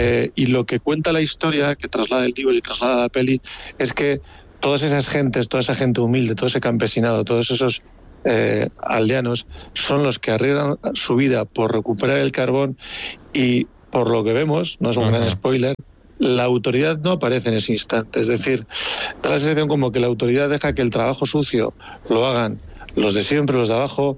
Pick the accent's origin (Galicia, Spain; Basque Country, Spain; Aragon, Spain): Basque Country, Spain; Leioa; y siendo yo como soy de Leioa